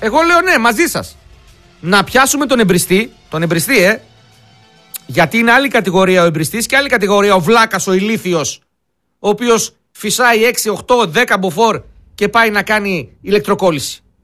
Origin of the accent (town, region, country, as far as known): Greece